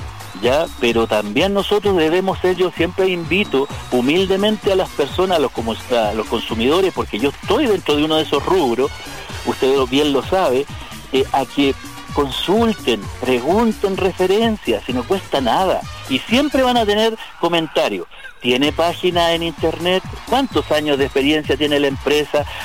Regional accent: Chile; Yo no soy de Penco, yo soy de Chile.

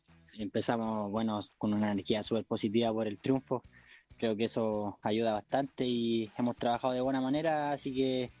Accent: Hualqui, Biobío, Chile; Tengo 21, soy de Hualqui.

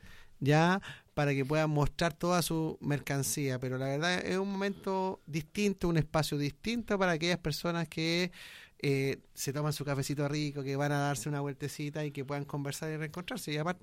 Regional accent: Quinta de Tilcoco, O'Higgins, Chile; Todos somos Quinta de Ticoco. Huacargüe es un sector de Quinta de Ticoco. La Viña es un sector de Quinta de Ticoco.

